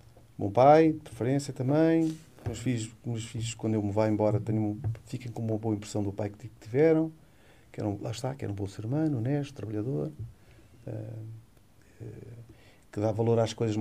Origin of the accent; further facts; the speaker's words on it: Alentejo, Portugal; eu sou de Eva, sou lentejano. As regras da minha terra é uma na, um ponto na mão, dois na cara.